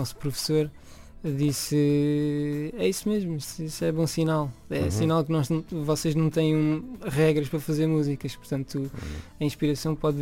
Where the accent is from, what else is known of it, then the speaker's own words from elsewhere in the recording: Portimão, Algarve, Portugal; moved away as an adult; also born or lived in Manchester; eu sou de Portimão.